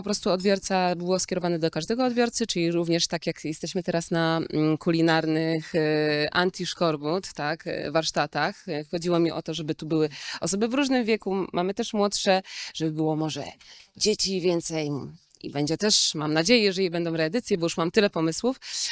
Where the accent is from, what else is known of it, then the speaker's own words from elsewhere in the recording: Włocławek, Kuyavian-Pomeranian Voivodeship, Poland; Zamieszkiwał wtedy na Zawiślu, zresztą skąd pochodzę.